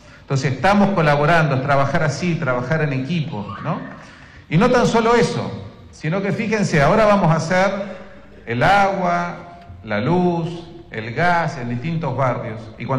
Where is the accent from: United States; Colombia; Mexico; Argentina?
Argentina; Neuquén; Los neuquinos estamos muy orgullosos de nuestra capital.